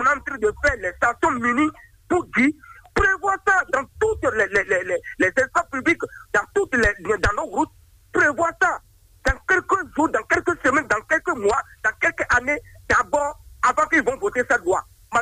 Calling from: Benin; Je vous appelle depuis Bigué.

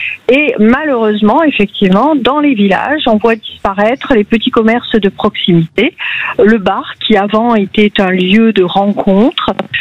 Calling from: Beauville, Nouvelle-Aquitaine, France; À côté d'Agen, plus précisément, moi je vis à Beauville

